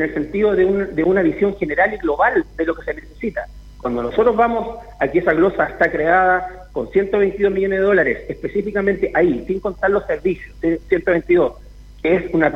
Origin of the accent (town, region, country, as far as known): Chile